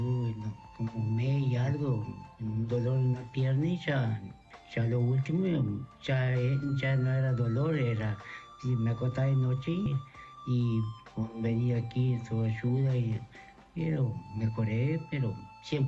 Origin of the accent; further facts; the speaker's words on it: Fray Bentos, Río Negro, Uruguay; born there; Sí, de acá, Fray Bento. Nacíamos, soy de acá